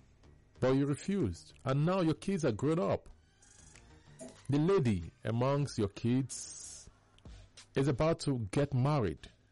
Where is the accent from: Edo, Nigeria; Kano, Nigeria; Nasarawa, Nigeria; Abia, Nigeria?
Abia, Nigeria; where I'm from Abia State, but there's a particular place in my state, Arochukwu.